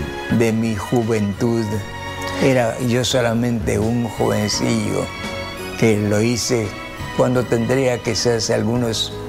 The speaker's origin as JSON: {"language": "Spanish", "region": "Mayo region", "country": "Mexico", "said": "Allá en el área donde vivían los indios mayos, de donde yo vengo"}